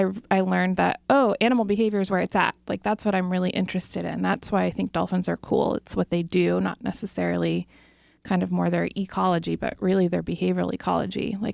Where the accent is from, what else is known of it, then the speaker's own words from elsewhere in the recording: Indianapolis, Indiana, United States; now in Davis, United States; I'm from Indianapolis.